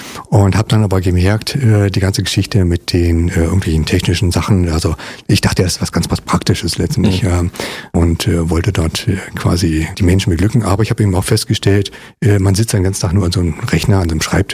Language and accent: German; Kaufbeuren, Bavaria, Germany; born there; also born or lived in Berlin / Frankfurt am Main; schnell auch in Richtung Frankfurt am Main gezogen. Dort bin ich auch zur Schule gegangen, zumindest in der ersten Klasse. Und dann sind wir später nach Bayern gezogen, nach Kaufbeuren unten, ins Allgäu. Mhm. Und daher kann ich sagen, also ich bin definitiv ein Ossi, denn es war Ostallgäu.